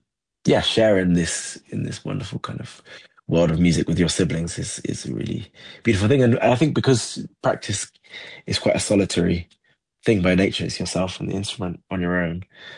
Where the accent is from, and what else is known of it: Nottingham, East Midlands, United Kingdom; born or raised there; now in London, United Kingdom